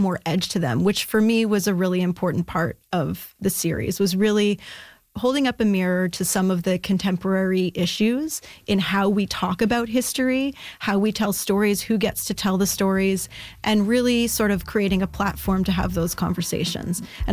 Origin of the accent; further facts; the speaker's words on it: Ottawa, Ontario, Canada; I'm actually from Ottawa originally